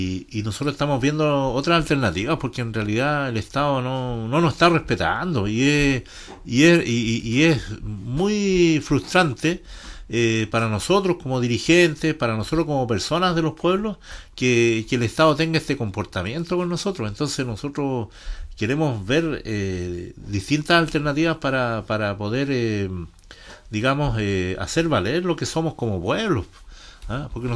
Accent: Arica y Parinacota, Chile

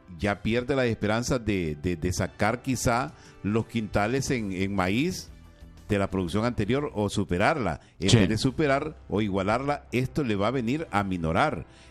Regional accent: Honduras; somos todos los hondureños

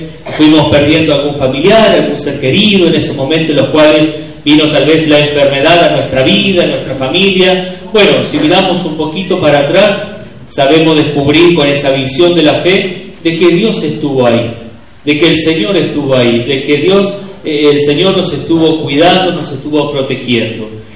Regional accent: Río Gallegos, Santa Cruz, Argentina; yo soy de Río Gallegos

